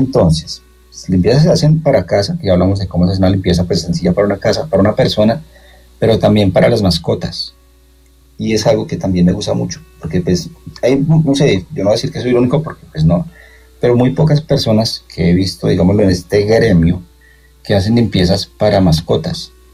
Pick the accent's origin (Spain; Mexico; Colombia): Colombia; Yo creo que es por lo que somos, no sé, colombianos, latinos.